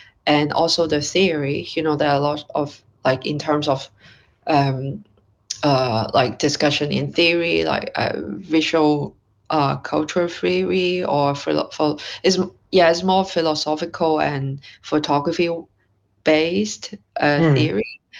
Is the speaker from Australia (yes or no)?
no; Hong Kong; English is a second language; now in London, United Kingdom; I'm from Hong Kong. I am currently in London, for 1 year. But I usually based in Hong Kong.